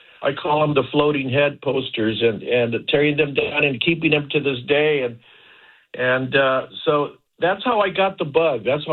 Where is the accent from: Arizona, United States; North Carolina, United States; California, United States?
California, United States; Los Angeles; I'm from East LA originally, and, you know, just growing up there in the 60s